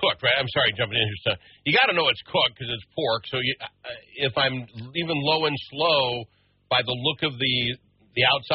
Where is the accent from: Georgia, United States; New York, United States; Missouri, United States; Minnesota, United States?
Minnesota, United States; Minnesota.